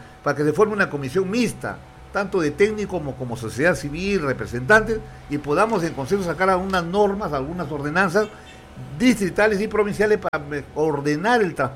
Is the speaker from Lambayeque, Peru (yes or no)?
yes; Lambayeque, Peru; born there; trabajar por mi tierra que me vio nacer